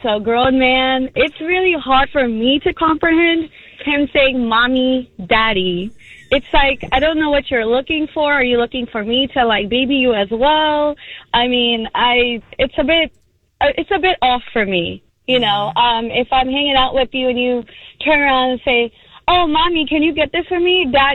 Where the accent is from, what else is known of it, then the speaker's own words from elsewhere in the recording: Saudi Arabia; English is a second language; Yes, I'm Saudi Arabian.